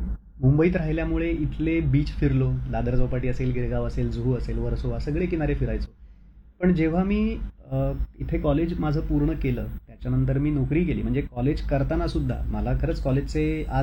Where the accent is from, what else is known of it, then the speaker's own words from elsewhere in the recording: Mumbai, Maharashtra, India; moved away as an adult; now in Velas, India; लहानपणापासून पाहिलेली मुंबई मग वाढलेली गर्दी ह्याला मी कंटाळलो आणि मग मुंबई सोडायचं ठरवलं. रत्नागिरी जिल्ह्यात मंडणगड तालुक्यात वेळास माझं गाव आहे तिथे शेतीवाडी आहे